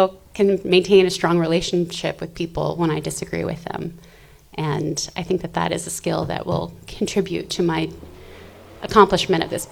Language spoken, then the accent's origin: English; Jefferson County, Washington, United States; now in Port Ludlow, United States; I grew up on Eagle Mount, just over those hills